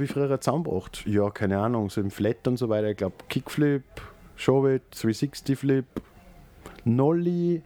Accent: Mattighofen, Upper Austria, Austria; so in meiner Hometown, ich bin eigentlich Oberösterreicher aus Mattighofen, hat dann Scheuchen einen Skatepark gekriegt. Mattighofen hat einen Mini-Ramp gehabt für den Winter, das war super. Und da habe ich meine Jugend verbracht.

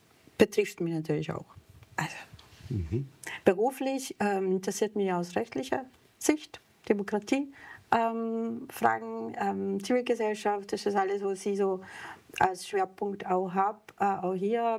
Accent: Serbia; moved away as an adult; also born or lived in Kosovo; Ich bin auch in Jugoslawien geboren, heute Kosovo, aufgewachsen aber in Serbien und habe natürlich einen konstanten Bezug.

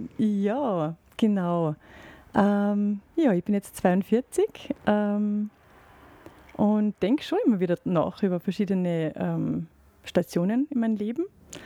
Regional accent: Salzburg, Austria; moved away as an adult; Also ich bin ursprünglich aus dem Pinzgau, aber jetzt schon seit 2013 in Salzburg und denke, es ist schon ein bisschen abgemildert, ein bisschen abgeflacht und hoffe, dass ich gut zu verstehen bin.

